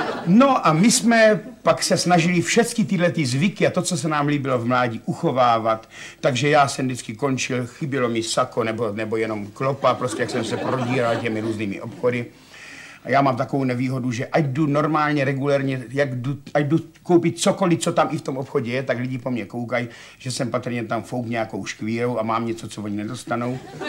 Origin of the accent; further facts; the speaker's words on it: Brno, South Moravian Region, Czechia; also born or lived in Ivančice / Řicmanice; mám tady rodinu, takže já jsem vlastně Brňák pořád.